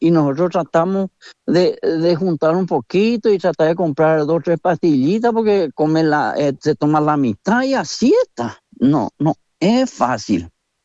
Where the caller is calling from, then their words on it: Paraguay; los camioneros que venimos de Paraguay